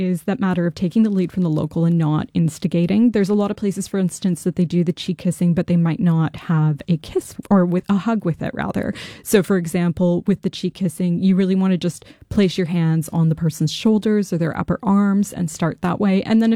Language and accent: English; Canada; now in Christchurch, New Zealand; in Canada, which is where I'm from